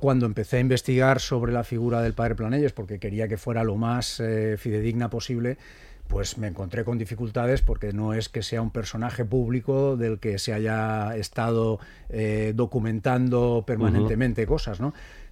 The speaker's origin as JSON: {"language": "Spanish", "town": "Alicante", "region": "Valencian Community", "country": "Spain", "said": "para los que somos alicantinos"}